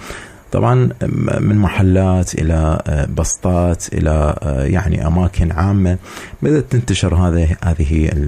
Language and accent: Arabic; Iraq; هذا قطاع المطاعم في بلدنا العراق يعني أكيد شهد نمو كبير غير مسبوق، خصوصا في العاصمة بغداد